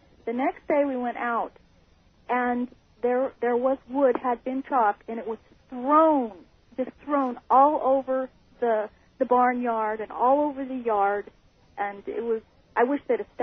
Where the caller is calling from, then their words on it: Kelso, Montana, United States; Hi. I'm calling from Kelso, Montana.